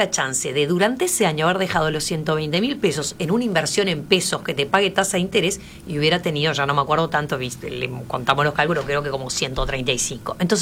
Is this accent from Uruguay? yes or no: yes; Uruguay